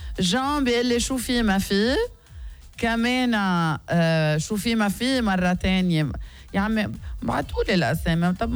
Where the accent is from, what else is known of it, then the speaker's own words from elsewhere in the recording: Lebanon; نحنا لبنانية